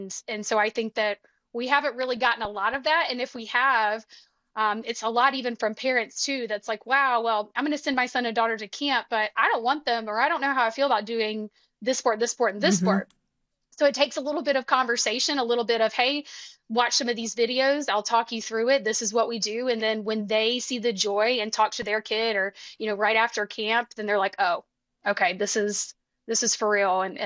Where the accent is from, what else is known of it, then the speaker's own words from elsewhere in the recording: Alabama, United States; I mean, I'm from Alabama and I was around water all the time and I learned how to swim